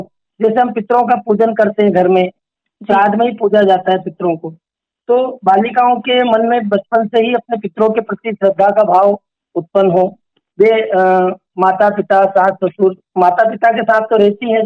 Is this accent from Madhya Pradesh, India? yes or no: yes; Madhya Pradesh, India; जैसे अपन मालवा में संध्या बोलते हैं